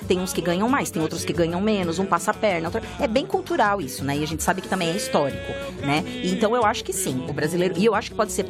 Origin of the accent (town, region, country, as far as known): Brazil; now in Canada